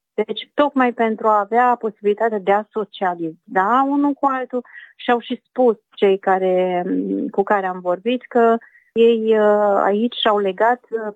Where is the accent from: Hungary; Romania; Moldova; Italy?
Romania; moved away; ca și româncă care sunt aici din, de foarte mulți ani, de 35 de ani